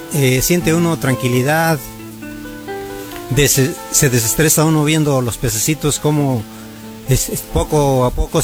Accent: San Bartolo Tutotepec, Hidalgo, Mexico; Exactamente, somos originarios de aquí de San Bartolo, Tutotepec. Somos nacidos aquí en la colonia industrial, la calle 16 de enero, número 20

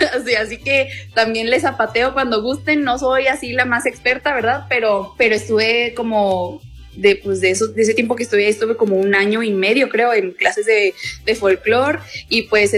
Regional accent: Chihuahua, Mexico; Para mi carrera me fui a la ciudad de Monterrey a estudiar y estuve allá, aquí en Chihuahua, su casa, estuve 3 semestres

